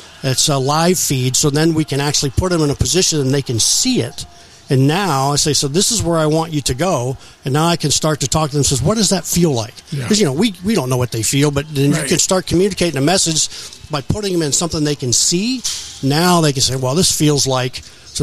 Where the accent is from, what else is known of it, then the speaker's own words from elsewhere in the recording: Manhattan, Kansas, United States; moved away; growing up in Manhattan, Kansas